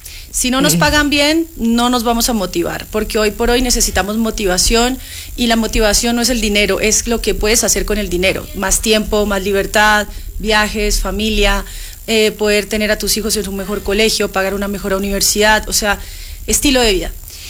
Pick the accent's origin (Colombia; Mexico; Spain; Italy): Colombia; now in Chile; yo soy colombiana pero vivo en Chile hace muchos años, en Chile y en Latinoamérica hace 11 años